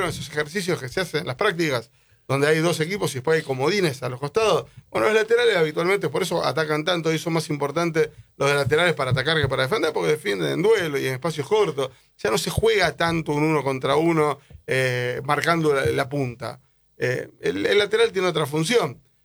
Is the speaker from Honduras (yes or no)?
no; Argentina; Obviamente, yo, siendo hincha argentino, la verdad no quería que Boca gane.